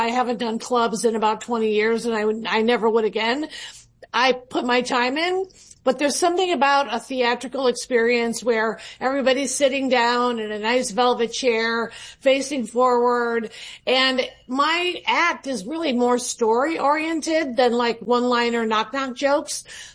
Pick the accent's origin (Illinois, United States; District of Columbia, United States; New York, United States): Illinois, United States; Chicago; moved away as an adult; Well, I'm from Chicago, so I was familiar with Second City